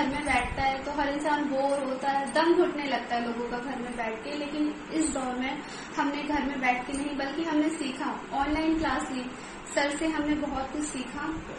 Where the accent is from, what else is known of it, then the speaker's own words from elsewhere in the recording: Delhi, India; और मैं दिल्ली से हूँ।